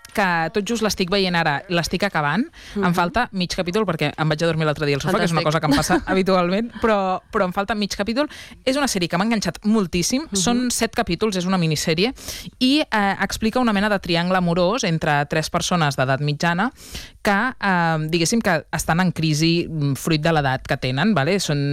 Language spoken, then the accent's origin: Catalan; Catalonia, Spain; nosaltres que som catalans i que tenim una llengua pròpia